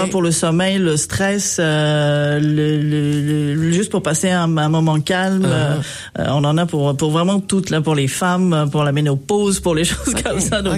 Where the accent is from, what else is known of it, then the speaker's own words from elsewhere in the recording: France; moi, je suis française. Donc, chez nous, c'est une culture, le marché.